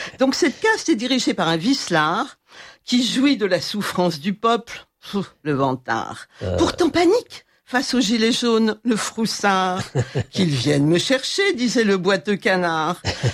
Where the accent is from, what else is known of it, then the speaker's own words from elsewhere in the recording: Lyon, Auvergne-Rhône-Alpes, France; Je suis lyonnaise d'origine.